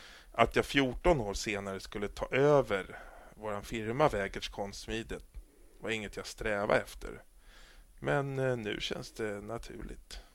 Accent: Vira, Stockholm County, Sweden; Smedjan låg ett stenkast från vårt hus och vi lämnade inte Vira så ofta.

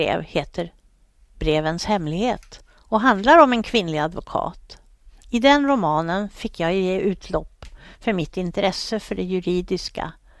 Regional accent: Stockholm, Stockholm County, Sweden; jag växte upp i Vällingby

